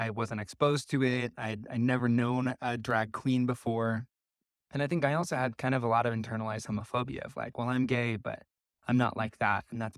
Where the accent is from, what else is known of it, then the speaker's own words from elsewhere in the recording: Nebraska, United States; moved away; growing up in Nebraska, nature was my first safe space as a queer kid. I knew I was queer at a very young age.